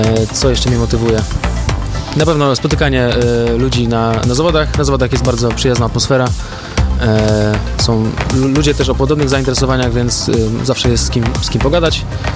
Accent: Opole Voivodeship, Poland; Ja z Opolszczyzny znam może kilku takich speedcuberów, którzy jeżdżą regularnie na zawody.

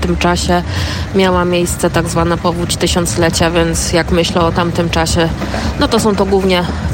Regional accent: Wrocław, Lower Silesian Voivodeship, Poland; lipcu 97 roku miałam 8 lat, ale w związku z tym, że ja urodziłam się we Wrocławiu i całe życie mieszkam we Wrocławiu

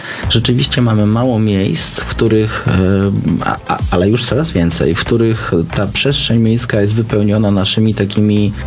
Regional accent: Płock, Masovian Voivodeship, Poland; u nas w Płocku, który nazywa się Grodem Książąt Mazowieckich

